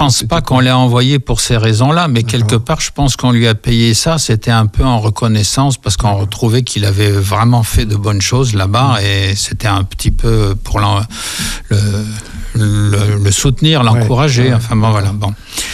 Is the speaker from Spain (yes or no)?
no; Morocco; born there; Et c'est là que je suis né au Maroc.